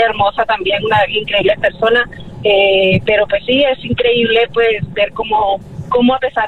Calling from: Los Angeles, California, United States; Les hablo de aquí, de Los Ángeles, manejando para el trabajo ahorita bien temprano.

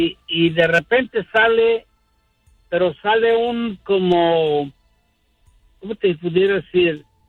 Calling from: Houston, Texas, United States; yo vivo en Houston, en el área del Northwest.

